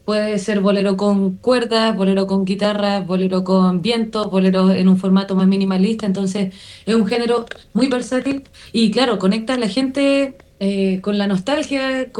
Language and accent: Spanish; Punta Arenas, Magallanes and Chilean Antarctica, Chile; now in Santiago, Chile; yo la verdad soy de Punta Arenas toda la vida, pero vivo en la capital actualmente